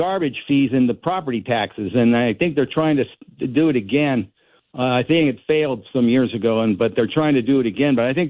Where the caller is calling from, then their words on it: Lakeport, California, United States; Yeah, I'm up here in Lake County